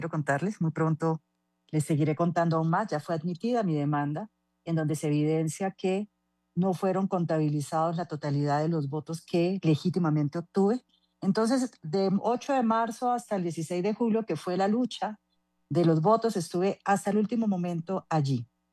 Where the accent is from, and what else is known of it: Colombia